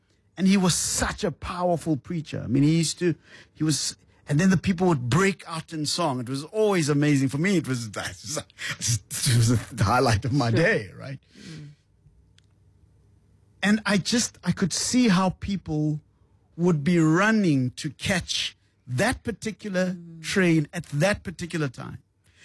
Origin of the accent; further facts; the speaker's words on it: Mamelodi, Gauteng, South Africa; I want to tell you a story about a guy when I was growing up in Mamelodi who was a bit antisocial.